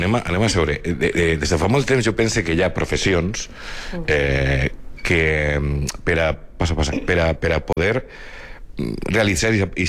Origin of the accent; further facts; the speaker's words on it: Manises, Valencian Community, Spain; no, però no així, en Manises, jo soc de Manises.